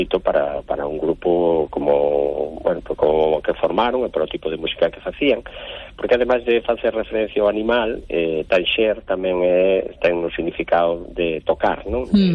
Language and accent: Galician; Galicia, Spain; tiña un amigo que é da lá da miña terra, que é dunha aldea que se chama Fumaces.